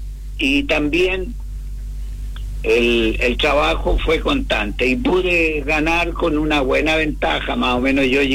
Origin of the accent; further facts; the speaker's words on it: Coyhaique, Aysén, Chile; yo soy de Coyhaique